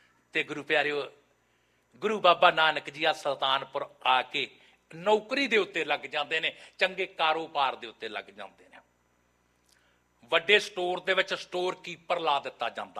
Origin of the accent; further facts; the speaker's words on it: Punjab, India; ਇਸ ਤੋਂ ਅੱਗੇ ਸੁਲਤਾਨਪੁਰ ਦੁਆਬੇ ਦੀ ਧਰਤੀ ਦੇ ਉੱਤੇ, ਮੇਰਾ ਪਿੰਡ ਉੱਥੋਂ ਬਿਲਕੁਲ ਨਜ਼ਦੀਕ ਹੈ।